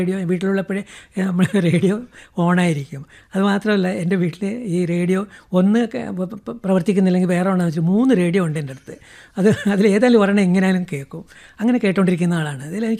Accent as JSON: {"language": "Malayalam", "region": "Kerala", "country": "India", "tie": "born or raised there", "said": "ഞാൻ ജനിച്ചതും വളർന്നതും പിന്നെ അതിനുശേഷം ജോലി ചെയ്തതും ഇപ്പോൾ പെൻഷൻ വാങ്ങുന്നതും എല്ലതും ഫുൾ കേരള സ്റ്റേറ്റിൽ തന്നെയാണ്. ഇവിടുത്തെ ലാംഗ്വേജ് മലയാളമാണല്ലോ."}